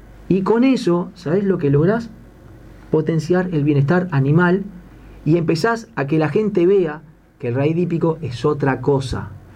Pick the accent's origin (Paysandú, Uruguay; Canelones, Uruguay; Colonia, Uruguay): Canelones, Uruguay; now in Montevideo, Uruguay; Yo me considero un canario capitalino, porque hace tantos años vivo en Montevideo, pero yo sigo con mi esencia.